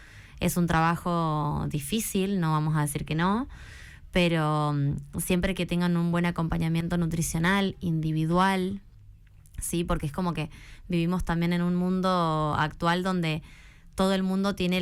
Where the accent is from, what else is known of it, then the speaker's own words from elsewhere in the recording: Río Colorado, Río Negro, Argentina; moved away as an adult; also born or lived in San Luis; now in Bahía Blanca, Argentina; Soy de Río Colorado, Río Negro, un pueblito de acá cerca.